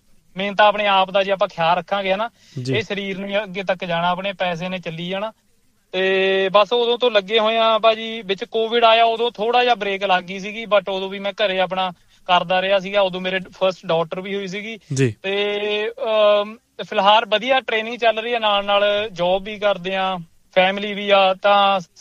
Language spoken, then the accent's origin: Punjabi; Ludhiana district, Punjab, India; moved away as an adult; also born or lived in Canada; now in Melbourne, Australia; ਮੈਂ ਪੰਜਾਬ ਤੋਂ ਜੀ, ਲੁਧਿਆਣਾ ਡਿਸਟ੍ਰਿਕਟ ਤੋਂ, ਇੱਕ ਛੋਟਾ ਜਿਹਾ ਪਿੰਡ ਆ ਸੋਮਲਖੇੜੀ, ਰਾੜਾ ਸਾਹਿਬ ਤੇ ਮਲੇਰਕੋਟਲੇ ਦੇ ਕੋਲ ਪੈਂਦਾ ਇਹ, ਤੇ ਮੈਂ ਉੱਥੇ ਦਾ ਬੋਰਨ ਆ। ਮੇਰੀ ਸਾਰੀ ਸਟੱਡੀ ਇੰਡੀਆ ਦੀ ਹੈ